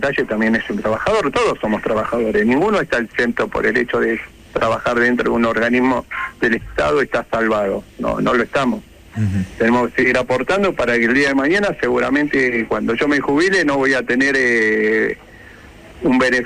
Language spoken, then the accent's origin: Spanish; Argentina; Y creo que ahí le estamos cerrando como sociedad y como ciudadano y como argentino, le estamos errando muchísimo, ¿no?